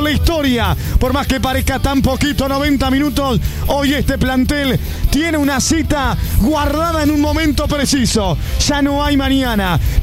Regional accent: Uruguay; El universo de la pelota siempre ha sido el rincón para encontrarnos como uruguayos.

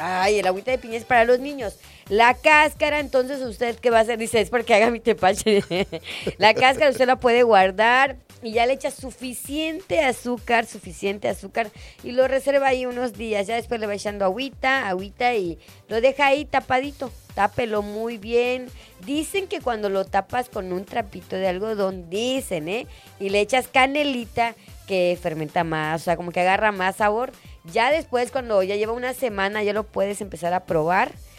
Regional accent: Mexico; Somos mexicanos

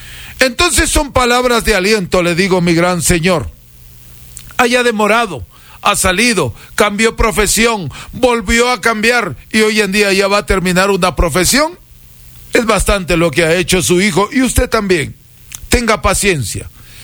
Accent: Huancabamba, Piura, Peru; now in Salcedo; soy el mejor chamán de América, huancabambino, peruano

